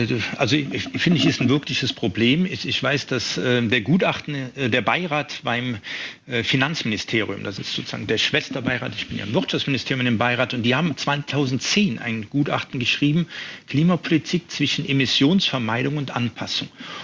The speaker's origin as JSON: {"language": "German", "town": "Mannheim", "region": "Baden-Württemberg", "country": "Germany", "said": "Also ich komme aus Mannheim"}